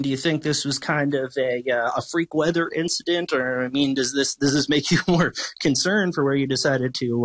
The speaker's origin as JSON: {"language": "English", "region": "Prince Edward Island", "country": "Canada", "tie": "born or raised there", "said": "I mean, PEI, I've grown up here my whole life."}